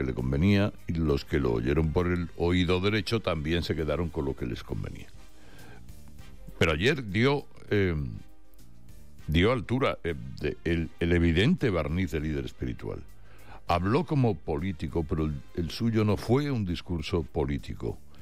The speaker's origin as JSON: {"language": "Spanish", "region": "Catalonia", "country": "Spain", "said": "Yo soy catalana como Gaudí."}